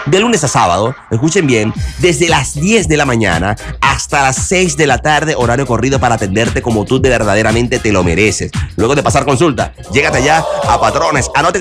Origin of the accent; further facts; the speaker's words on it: France; al PSG, mi equipo de mi país natal, Francia.